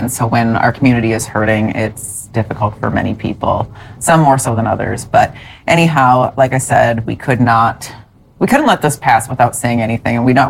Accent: Saint Paul, Minnesota, United States; I was born in St. Paul.

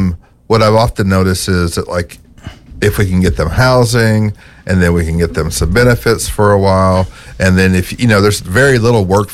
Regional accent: Appalachia, United States; now in St. Paul, United States; I grew up in Appalachia, so... So it was somewhat suburban, but it was still, and you could kind of go and walk around and be in the middle of nowhere

